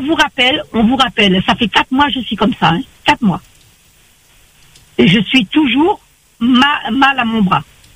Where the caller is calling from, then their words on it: Saint-Pierre, Réunion; Moi, j'habite sur Saint-Pierre.